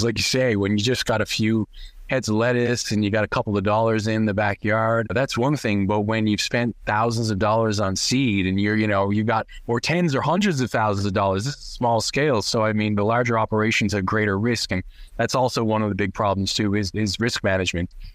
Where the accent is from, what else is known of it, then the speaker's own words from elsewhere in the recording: Kilbride, Newfoundland and Labrador, Canada; What you might not have known about me is I grew up in Kilbride and the Goulds, of course, which are historically very important farming areas.